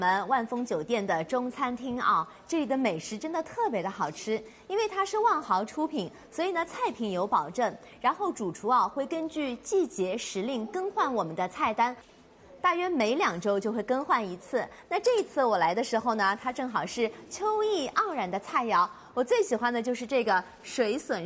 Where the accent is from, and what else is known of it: Shanghai, China